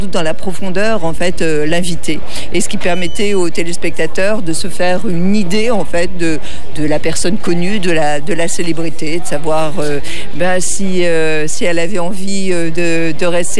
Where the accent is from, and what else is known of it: Brittany, France